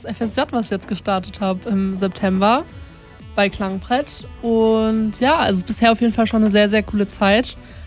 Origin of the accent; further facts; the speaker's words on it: Saarbrücken, Saarland, Germany; moved away as an adult; now in Aschaffenburg, Germany; Ich komme eigentlich aus dem Saarland, aus Saarbrücken. Bin extra hierher gezogen, bin jetzt in der 4er-WG